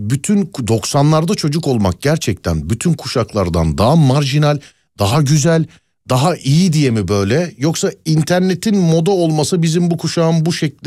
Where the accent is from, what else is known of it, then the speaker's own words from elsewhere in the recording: Istanbul, Turkey; Selam, 82 doğumluyum. İstanbul Bakırköy'de doğuma büyüme çocukluğum geçti.